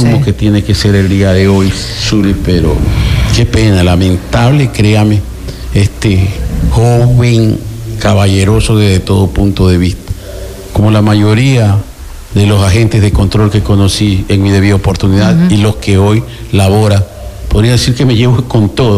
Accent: Santa Elena, Ecuador; soy de Santa Elena y conozco la situación.

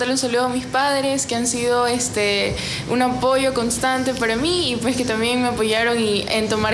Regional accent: La Maná, Cotopaxi, Ecuador; yo también soy de La Maná

